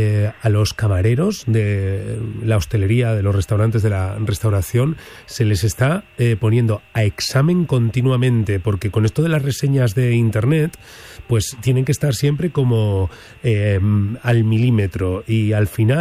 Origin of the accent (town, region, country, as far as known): Burgos, Castile and León, Spain